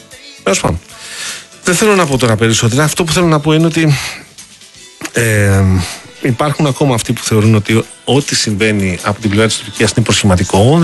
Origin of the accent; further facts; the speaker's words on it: Greece; Μιλάγαμε ως Έλληνες, όχι ως Αμερικανοί πολίτες.